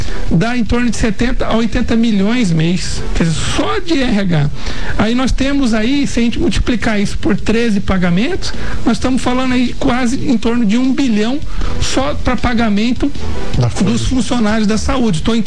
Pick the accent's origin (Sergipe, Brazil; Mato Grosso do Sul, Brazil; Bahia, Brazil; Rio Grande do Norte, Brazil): Mato Grosso do Sul, Brazil; Corumbá; now in Campo Grande, Brazil; Corumbá, que é a minha terra natal